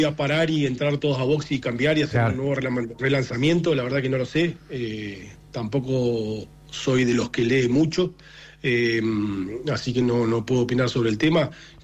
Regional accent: Trelew, Chubut, Argentina; La mayoría de los que vamos a Comodoro somos de Trelew.

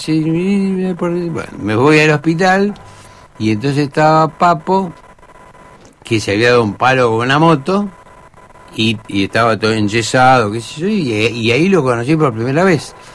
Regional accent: La Plata, Buenos Aires Province, Argentina; Y yo vine a Buenos Aires, porque yo soy de La Plata, vine a Buenos Aires

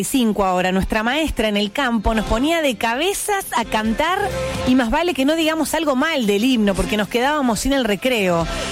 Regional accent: Argentina; A mí me ofende como argentina que la coqueta no se sepa el himno

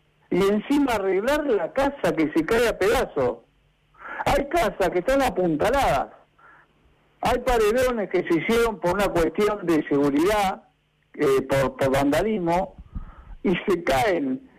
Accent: Comodoro Rivadavia, Chubut, Argentina; No somos parte de otro país, somos parte de la República Argentina, de la provincia de Chubut, de Comodoro Rivadavia.

